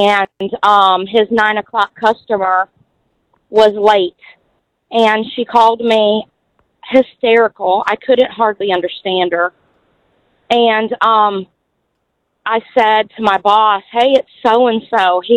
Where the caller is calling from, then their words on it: Chickamauga, Georgia, United States; I'm down here in Chickamauga, Georgia.